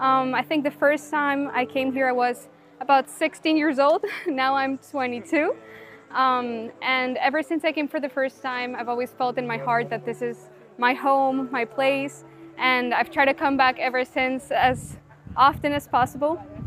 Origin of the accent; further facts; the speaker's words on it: Panama; I come from Panama.